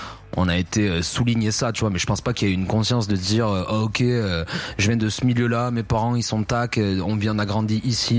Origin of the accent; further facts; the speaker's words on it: Rodez, Occitanie, France; moved away as an adult; now in Toulouse, France; nous, on est de Rodez